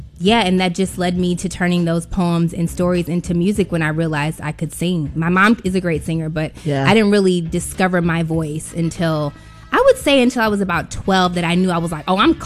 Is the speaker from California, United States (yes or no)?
no; Oklahoma City, Oklahoma, United States; born there; moved away as an adult; also born or lived in Atlanta; I'm from Oklahoma City. Okay. That's where, like, my blood runs. My mom and dad had me and my brother out there.